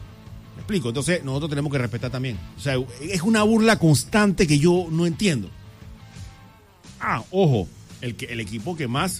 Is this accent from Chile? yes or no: no; Panama